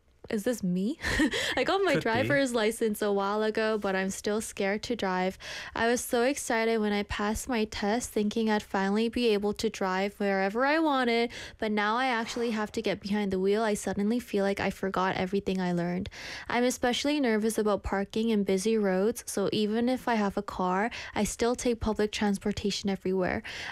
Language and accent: English; Canada; I know that because I'm from Canada.